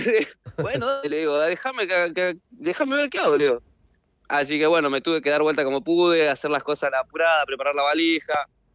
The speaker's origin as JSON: {"language": "Spanish", "region": "Salta", "country": "Argentina", "said": "yo no soy de Buenos Aires, yo soy del norte, yo soy de Salta."}